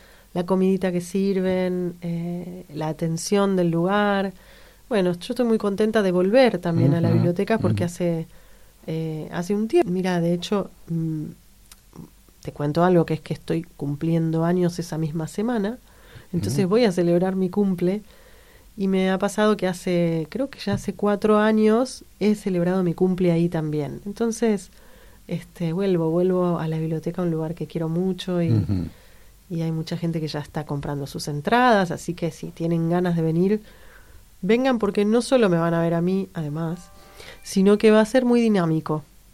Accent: Córdoba, Argentina; born there; mi papá es de Salta, mi mamá de Córdoba, yo nací en Córdoba, tenemos parientes por todo el país

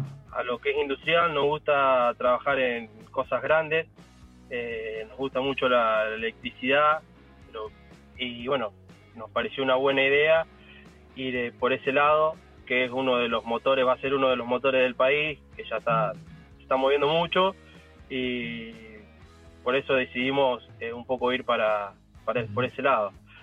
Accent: María Teresa, Santa Fe, Argentina; Nosotros somos del sur de Santa Fe, de un pueblo que se llama María Teresa, y operamos en la zona esta.

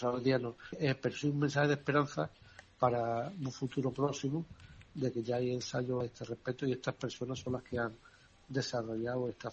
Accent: Spain; Insisto, no somos los españoles más tontos que ellos.

